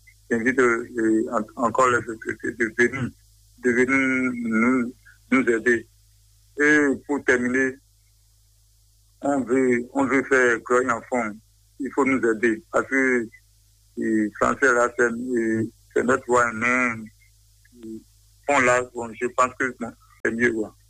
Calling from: Adjarra, Ouémé, Benin; J'appelle de Porto-Novo. Commune d'Adjara, arrondissement de Marie, Katigéji.

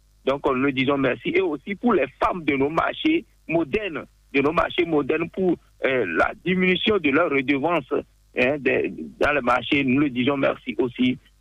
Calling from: Benin; Je vous appelle depuis Kokokoutouvin.

